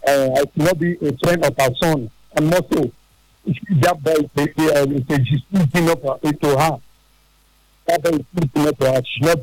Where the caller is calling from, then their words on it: Burundi; I'm calling you from Burundi.